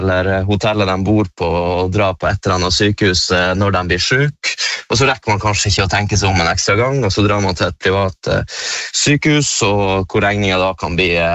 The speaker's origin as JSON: {"language": "Norwegian", "region": "Northern Norway", "country": "Norway", "said": "Det skjønner man jo også som nordlending at det er jo godt å trekke til varmere reisemål og sånn."}